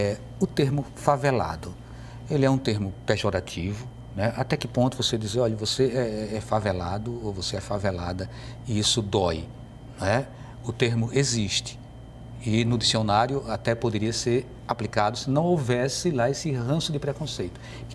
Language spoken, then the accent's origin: Portuguese; Brazil; born there; moved away; Eu sou do Agreste, nasci no Agreste e depois eu vim para cá, né? Estou há mais de 40 anos aqui.